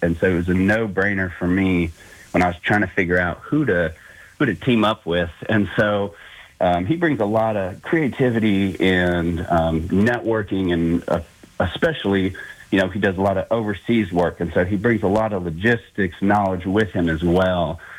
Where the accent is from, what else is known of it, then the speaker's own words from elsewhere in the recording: McCall, Idaho, United States; I actually grew up in an area kind of similar to Aspen or Vail. It's a little ski town called McCall, Idaho, and it's one of those where it's built around a lake. You've got two giant ski hills